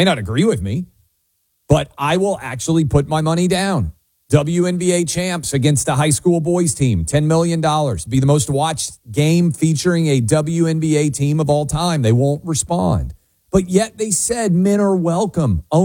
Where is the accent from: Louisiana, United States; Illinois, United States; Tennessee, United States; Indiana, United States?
Tennessee, United States; You can play in my home state of Tennessee.